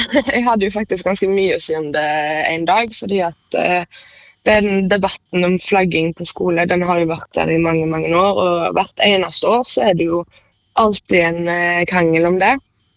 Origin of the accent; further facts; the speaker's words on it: Haugesund, Rogaland, Norway; born there; moved away